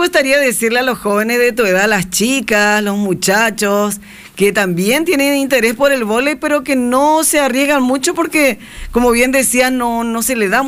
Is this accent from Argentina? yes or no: yes; Argentina; born there; moved away; yo estudié en la Argentina, hice toda mi primaria allá y se jugaba mucho vóley. Cuando me vine a Paraguay